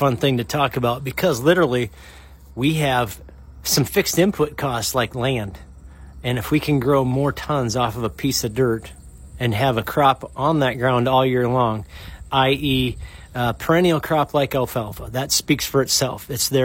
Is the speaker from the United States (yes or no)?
yes; Iowa, United States; where I grew up in Northwest Iowa, there are eroded clay knobs and or sandy patches on some of these farms